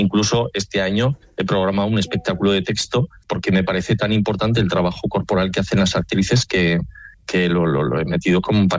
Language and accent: Spanish; La Rioja, Spain; como soy de La Rioja, pues que he hecho el vermute